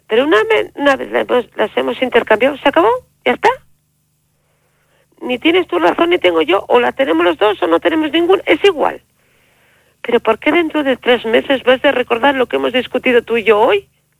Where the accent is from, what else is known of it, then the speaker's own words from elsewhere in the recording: Catalonia, Spain; born there; como buena castellana, los castellanos que me estoy oyendo saben que yo nací en Cataluña, pero tengo sangre castellana.